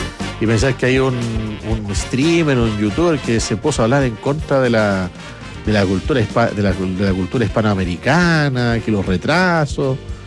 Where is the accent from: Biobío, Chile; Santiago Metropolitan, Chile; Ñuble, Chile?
Santiago Metropolitan, Chile; La Florida; yo me crié en la Florida, pero cuando la Florida era campo, y se comía rico y sano